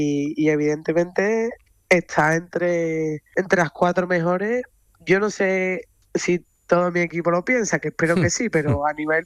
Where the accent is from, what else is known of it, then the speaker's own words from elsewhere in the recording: Seville, Andalusia, Spain; Ana Peralta y yo, que somos Sevillana. Las dos de Sevilla.